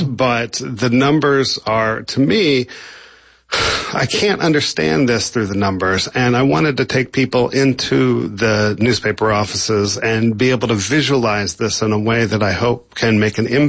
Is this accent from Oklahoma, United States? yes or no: no; Kansas, United States; So I went back to my home state of Kansas, the center of the country. I kind of think of it as the heart of America